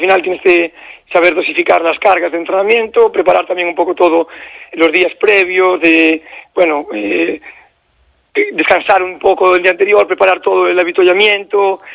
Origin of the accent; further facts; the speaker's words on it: Bertamiráns, Galicia, Spain; now in O Milladoiro, Spain; tengo aquí el centro, pero soy de Berta Mirán. Mis padres viven en Berta Mirán, me crié en Berta Mirán. Y es mi tierra